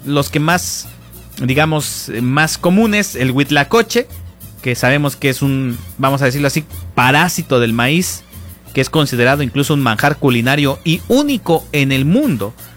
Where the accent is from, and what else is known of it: Mexico